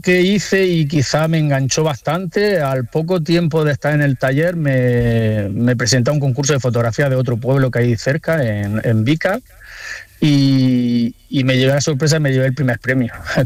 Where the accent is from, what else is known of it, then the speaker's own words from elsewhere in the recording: Roquetas de Mar, Andalusia, Spain; cuando decido, bueno, pues apuntarme a los talleres de Roquetas de Mar de mi pueblo, que todos los años pues hace talleres de cerámica, pintura y fotografía.